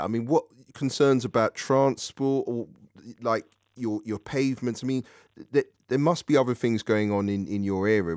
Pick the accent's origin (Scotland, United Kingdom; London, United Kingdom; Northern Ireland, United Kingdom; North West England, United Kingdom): London, United Kingdom; So I'm a Londoner.